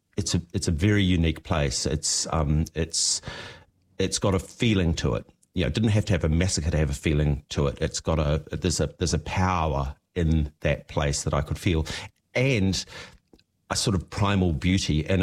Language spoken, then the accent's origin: English; Dunedin, Otago, New Zealand; Yeah, well, I'm from Dunedin, so I was, very aware of exactly the beauty that you're talking about, Jeff.